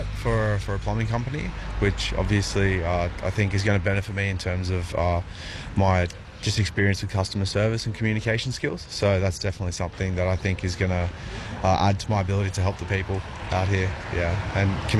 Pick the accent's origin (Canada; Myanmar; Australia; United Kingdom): Australia; Sydney, New South Wales; moved away as an adult; now in Dubbo, Australia; I'm from Western Sydney originally, so yeah, moved out here to Dubbo, but I'll be working in Gilgandra.